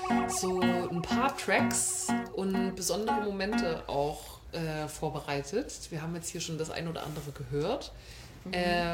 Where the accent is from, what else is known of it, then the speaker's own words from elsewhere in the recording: Erfurt, Thuringia, Germany; Ja, ja, klar kennst du die, ich komme noch aus Erfurt.